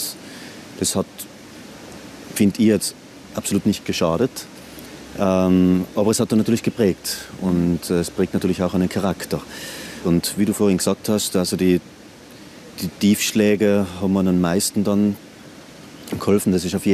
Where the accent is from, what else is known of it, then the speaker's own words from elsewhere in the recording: Trentino-Alto Adige, Italy; die war nach größeren Almen entweder in der Schweiz oder bei uns in Südtirol.